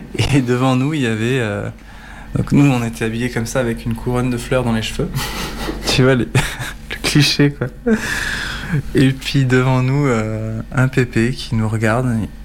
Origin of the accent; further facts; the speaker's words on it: France; chez nous, en France